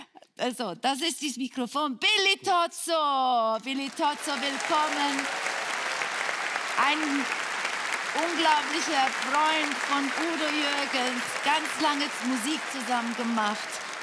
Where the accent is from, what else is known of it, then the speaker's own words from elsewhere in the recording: Switzerland; Ich fühle mich zu Hause, ich bin Sie auch Schweizer hier.